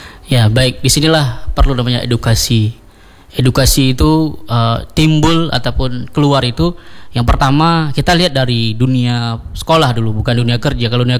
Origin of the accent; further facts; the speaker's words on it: Aceh, Indonesia; now in Banda Aceh, Indonesia; culture kita orang Aceh itu